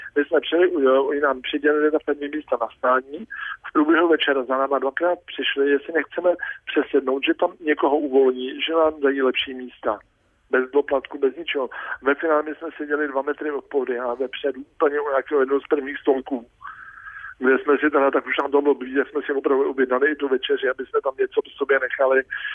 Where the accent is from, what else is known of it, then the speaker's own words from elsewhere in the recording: Bohemia, Czechia; my jsme z Čech.